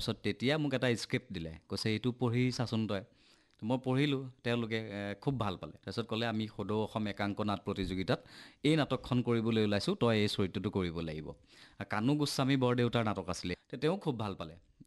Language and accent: Assamese; Nonoi, Assam, India; আৰু অভিনয়ৰ যাত্ৰাটো মোৰ আৰম্ভ হৈছে মোৰ সৰুৰে পৰাই, তৃতীয় চতুৰ্থমান শ্ৰেণীত পঢ়ি থাকোঁতেই ননৈত এটা এনি উমলা ঘৰ বুল